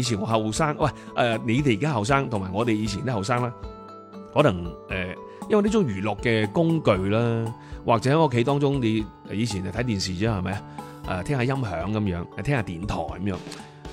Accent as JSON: {"language": "Cantonese", "region": "Guangdong", "country": "China", "said": "系咪我哋广东人都中意夜生活多啲咧？"}